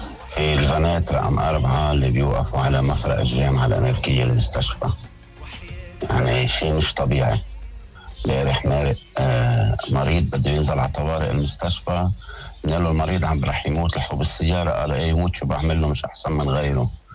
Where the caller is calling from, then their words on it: Mount Lebanon, Lebanon; من الضاحية.